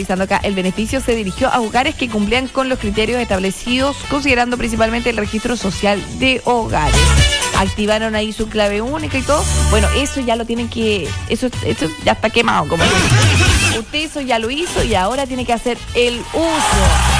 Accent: Chile

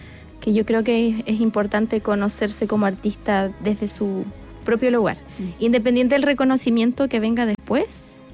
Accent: Valdivia, Los Ríos, Chile; Sí, mi ciudad natal.

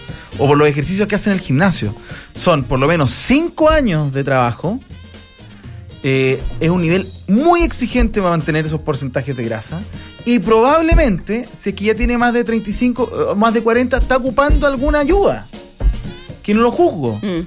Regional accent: Mexico; now in Chile; Porque en mi país, México, solo los centros comerciales funcionan en las tardes porque en el día se trabaja.

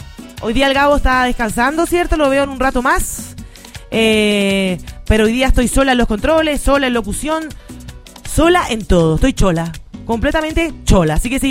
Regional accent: Santiago, Santiago Metropolitan, Chile; now in Los Angeles, United States; yo no sé si ustedes sabían, pero yo soy de Santiago. Llegué hace casi 9 años aquí a Los Ángeles. Ya me considero parte aquí de la ciudad, ¿cierto?

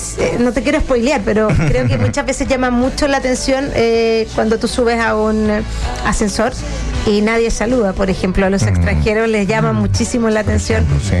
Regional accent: Chile; Porque nosotros, Daniel, somos el mejor país de Chile, ¿ya? Así nos decimos nosotros los chilenos.

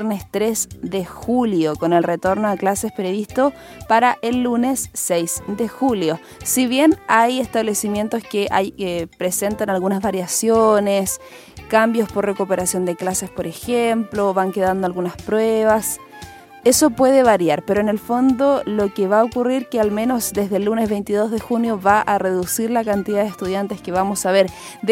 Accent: Chile

